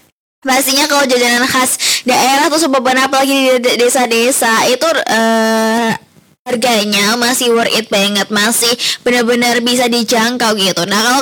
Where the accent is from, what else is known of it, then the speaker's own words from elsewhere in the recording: Ngawi, East Java, Indonesia; Nah, sebagai wong Ngawi sendiri yang mencintai kota Ngawi gitu ya, yang sangat berbudaya